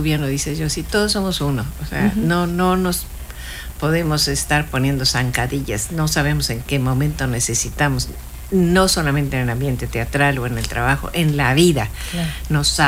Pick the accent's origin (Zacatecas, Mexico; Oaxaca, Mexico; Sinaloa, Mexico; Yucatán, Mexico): Yucatán, Mexico; Mérida; now in Cancún, Mexico; Amo mi ciudad natal, amo visitar a mi familia ahí, pero yo soy cancunense.